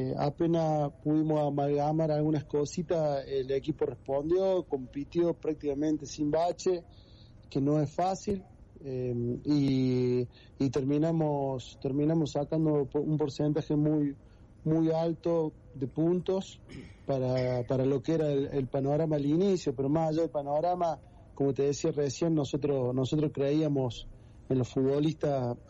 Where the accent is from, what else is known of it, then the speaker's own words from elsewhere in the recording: Córdoba, Argentina; moved away as an adult; now in Miramar, Argentina; Si bien soy de Córdoba, hace un tiempo estoy viviendo ahí en Miramar